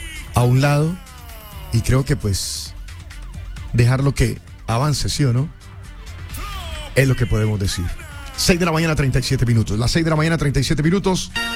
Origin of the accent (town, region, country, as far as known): Colombia